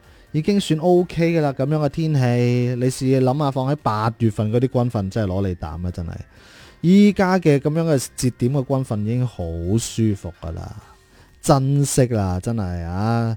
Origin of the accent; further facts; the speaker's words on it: Zhaoqing, Guangdong, China; 咁作为自己有我哋肇庆人